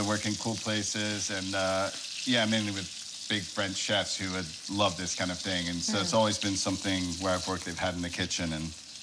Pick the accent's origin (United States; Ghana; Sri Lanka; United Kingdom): United Kingdom; England; And, I'm originally English, even though I don't sound like it.